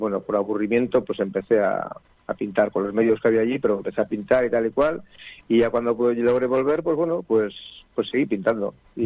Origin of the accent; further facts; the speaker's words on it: Amorebieta, Basque Country, Spain; also born or lived in Potes; now in Ampuero, Spain; soy de Amorebieta, un pueblo cerca de Bilbao, y nada, pues soy un poco ahora un poco nómada